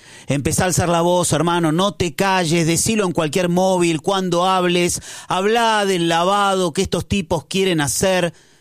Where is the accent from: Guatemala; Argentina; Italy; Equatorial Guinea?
Argentina; somos todos argentinos iguales acá, loco.